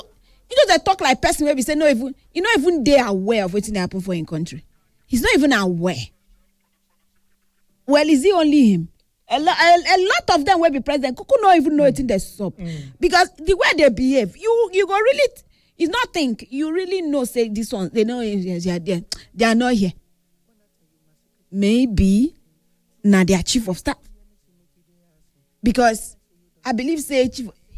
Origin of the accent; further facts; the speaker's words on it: Nigeria; Yes, God helping me and you, because myself as a Nigerian, you get to see they do me.